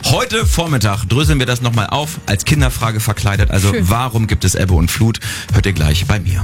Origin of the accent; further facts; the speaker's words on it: Lower Saxony, Germany; Und man vergisst ja wirklich als Niedersachse, wie schön unsere Nordseeküste ist.